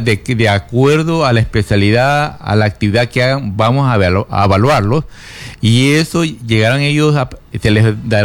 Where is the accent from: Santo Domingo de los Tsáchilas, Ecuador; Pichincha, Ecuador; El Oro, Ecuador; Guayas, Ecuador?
El Oro, Ecuador; Machala; yo también soy machaleño, yo vivo, mis padres aquí viven 65 años, yo tengo 62 años, yo soy nacido aquí en Machala, y yo soy machaleño neto